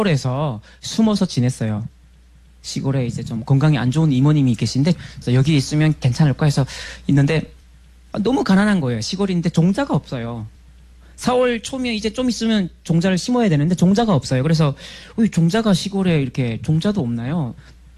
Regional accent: North Korea; 결말을 못 보고 저는 다시 탈북을 했습니다.

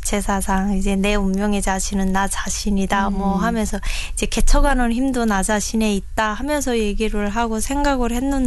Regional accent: North Pyongan, North Korea; moved away as an adult; now in South Korea; 남한종착 7개월 차 평안북도에서 온

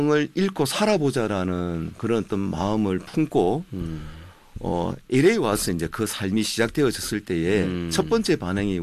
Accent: Busan, South Korea; moved away as an adult; also born or lived in Masan; now in Los Angeles, United States; 태어난 곳은 마산인데, 삶의 어떤, 생활을 끄는 부산이었다

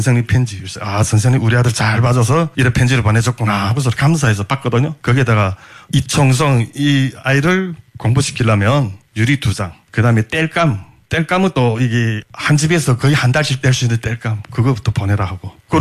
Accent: North Korea; moved away as an adult; now in South Korea; 야 이거 북한에서 태어난 거 왜 이렇게 후회되고

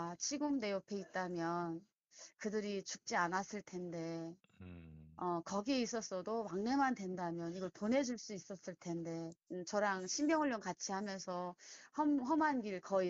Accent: Sariwon, North Hwanghae, North Korea; also born or lived in Gangjin, South Jeolla; now in Bucheon, South Korea; 아, 저는 이제 고향이 황해도 사리원이거든요.

